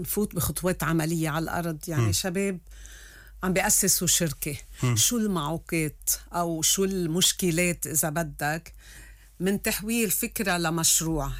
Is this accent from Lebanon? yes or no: yes; Lebanon; نحن كلبنانية